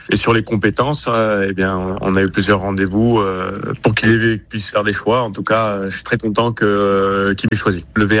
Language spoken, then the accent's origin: French; Auvergne-Rhône-Alpes, France; j'ai grandi quand même en Haute-Savoie, c'est pas très très loin, donc on se rapproche aussi un peu de la famille.